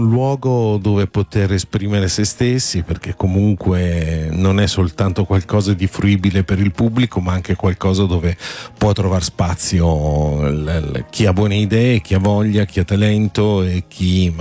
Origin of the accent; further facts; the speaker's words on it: Parma, Emilia-Romagna, Italy; also born or lived in Abruzzo; Io sono abruzzese, ma avevo un anno quando sono venuto a Parma. Io mi sento molto parmigiano.